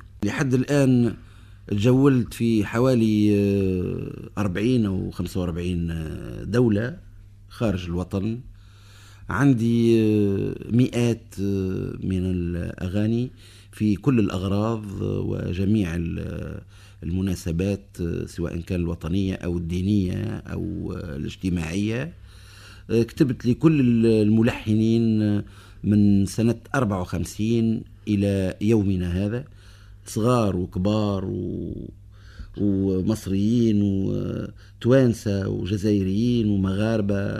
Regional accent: Tunis, Tunis Governorate, Tunisia; born there; أنا من مواليد نهج الباشا،

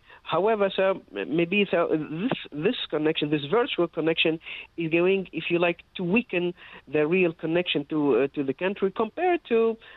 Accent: Tunisia; I said, I'm from Tunisia.

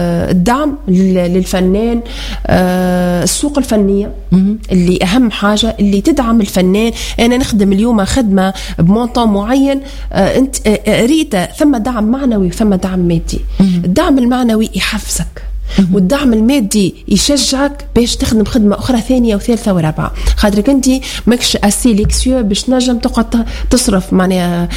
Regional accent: Tunisia

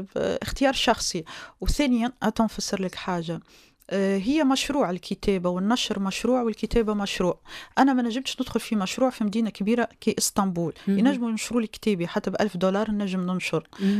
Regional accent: Tunisia; احنا تونس رانا 12 مليون

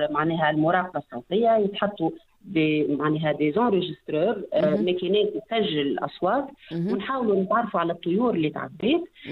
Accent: Tunisia

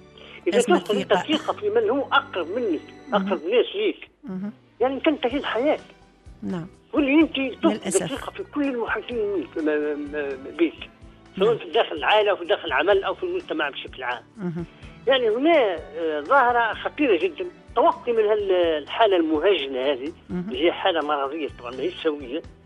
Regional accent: Tunisia; احنا في عندنا في تونس

